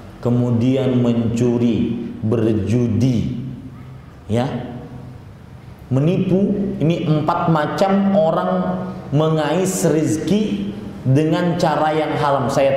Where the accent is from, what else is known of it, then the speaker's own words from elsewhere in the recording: Indonesia; moved away as an adult; also born or lived in Dammam, Saudi Arabia; Saya dari Indonesia